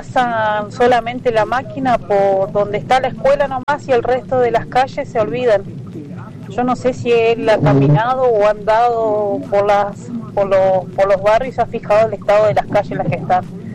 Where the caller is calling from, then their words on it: Argentina; Nosotros somos de Nehuenché.